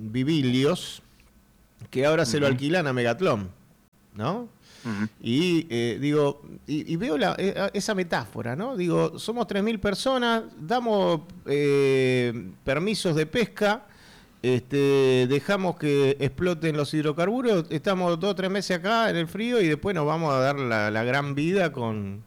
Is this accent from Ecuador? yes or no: no; Buenos Aires, Argentina; yo soy de Villa Crespo.